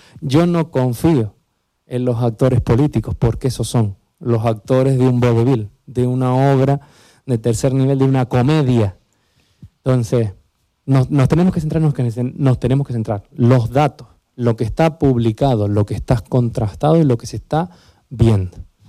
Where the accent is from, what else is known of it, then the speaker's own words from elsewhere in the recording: Anaga, Canary Islands, Spain; Claro, que como yo soy más de Anaga y nosotros renegamos un poquito de Santa Cruz, de la capital.